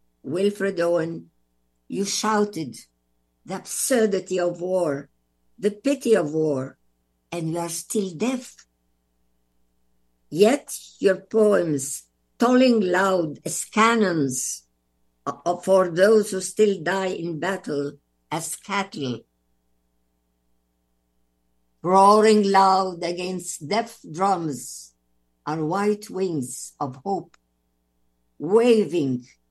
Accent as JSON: {"language": "English", "town": "Cairo", "region": "Cairo Governorate", "country": "Egypt", "tie": "born or raised there", "moved": "yes", "said": "I was born in Cairo, and I went to a wonderful school called Alvernia English School for Girls in Zamalek in Cairo."}